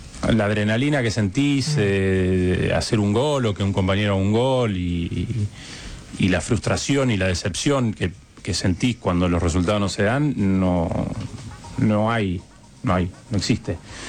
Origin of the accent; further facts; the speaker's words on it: Pehuajó, Buenos Aires Province, Argentina; Te imaginas que yo soy de Pehuajó, provincia de Buenos